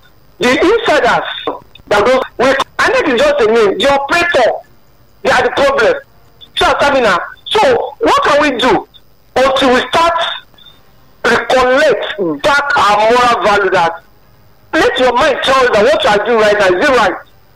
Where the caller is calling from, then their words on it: Mushin, Lagos, Nigeria; calling you from Mushin.